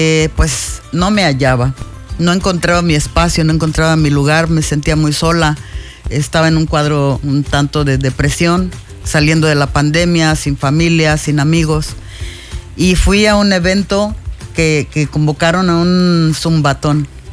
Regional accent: Acapulco, Guerrero, Mexico; also born or lived in Monterrey / Canada; now in Cancún, Mexico; Yo soy de Acapulco y pensé que siempre iba a regresar a Acapulco. Me había ido un tiempo a vivir a Monterrey hace algunos años, después a Canadá, no me gusta el frío

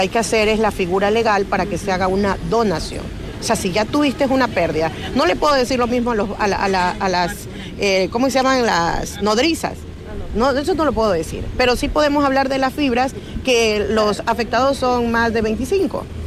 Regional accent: Manabí, Ecuador; soy una manabita que nosotros hemos venido de desgracia en desgracia y lo que tenemos que hacer es apoyarnos entre nosotros mismos.

